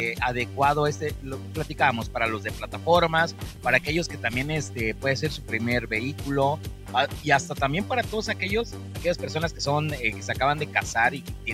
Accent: Mexico; para todos aquellos que somos mexicanos, como buen charro mexicano

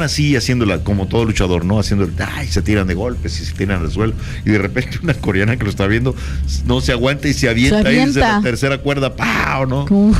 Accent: Mexico; soy mexicano, chaparro, no soy gordo tampoco, negro no, pero moreno sí.

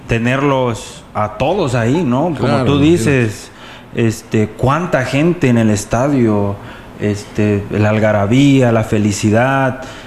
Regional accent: Mexico; El himno nacional como mexicano

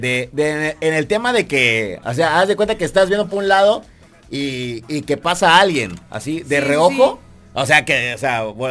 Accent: Berriozábal, Chiapas, Mexico; Sí, soy de Berrio.

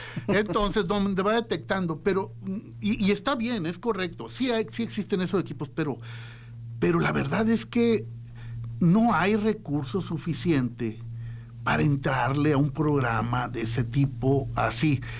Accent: Navojoa, Sonora, Mexico; Yo he visto casos, por ejemplo, donde voy más o menos seguido, es a mi tierra, a Navojoa, donde puedo.

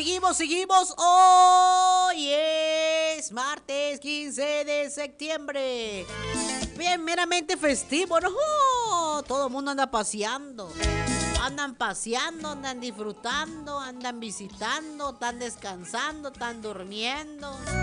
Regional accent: Mexico

